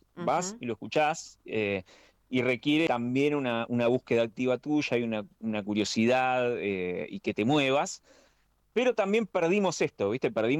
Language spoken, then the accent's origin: Spanish; Buenos Aires Province, Argentina; Yo soy del conurbano de Zona